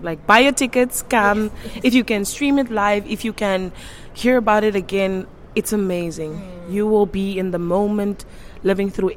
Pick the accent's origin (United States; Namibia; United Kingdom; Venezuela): Namibia; I'm classically trained back in Namibia.